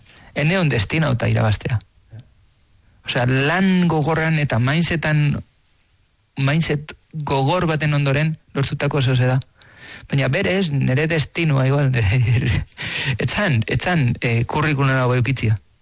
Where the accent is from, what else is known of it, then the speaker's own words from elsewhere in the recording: Ibarra, Basque Country, Spain; now in Catalonia, Spain; ibartarra naiz, euskalduna naiz, eta naiz da guain ezin euskera zitzein asko, bertakoa sentitzen naiz